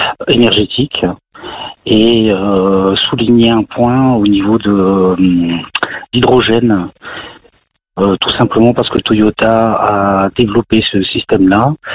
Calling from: Fouesnant, Brittany, France; de Fouesnant.

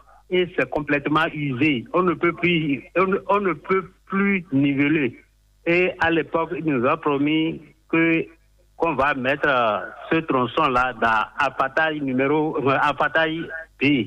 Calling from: Porto-Novo, Ouémé, Benin; Je vous appelle de Porte-Novo.

